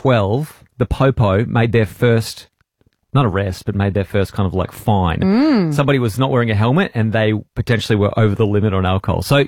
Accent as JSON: {"language": "English", "region": "Queensland", "country": "Australia", "said": "It's so foreign to me being North Queenslander."}